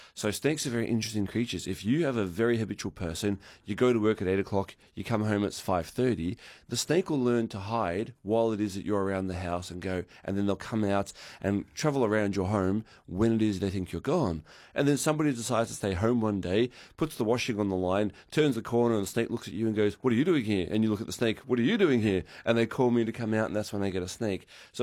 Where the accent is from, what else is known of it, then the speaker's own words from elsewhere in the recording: Taiwan; also born or lived in Australia; When I was a little kid, I was born in Australia, but I was actually raised in Taiwan